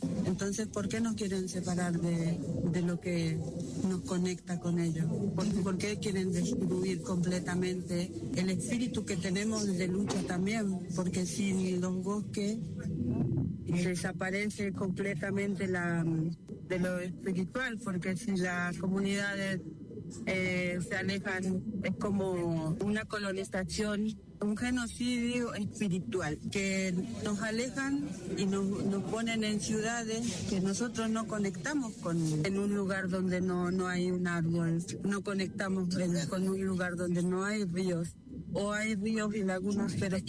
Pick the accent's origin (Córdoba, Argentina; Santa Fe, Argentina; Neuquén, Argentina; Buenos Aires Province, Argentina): Santa Fe, Argentina; Rosario; vengo de Rosario, soy de la comunidad Kom.